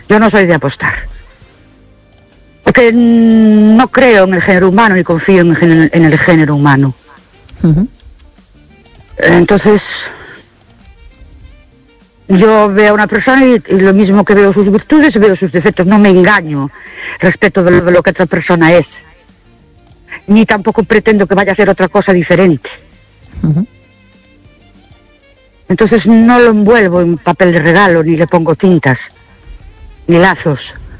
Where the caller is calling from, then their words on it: Ourense, Galicia, Spain; Buenas noches … de Ourense.